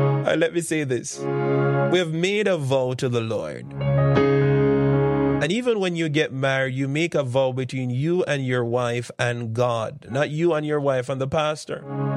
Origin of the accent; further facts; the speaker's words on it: Jamaica; when we grew up in Jamaica, growing up in Jamaica, whenever you hear the word ignorant, you think about somebody that's angry.